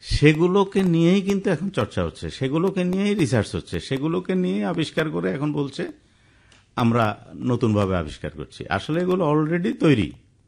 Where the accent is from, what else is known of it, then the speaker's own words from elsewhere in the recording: India; আমাদের যেমন ভারতবর্ষ, আমরা জন্মগ্রহণ করেছি এই প্রজন্মে, আমরা মনে করছি আমরা অসম্ভব ভাগ্যবান যে এই ভূমিতে আমাদের জন্ম।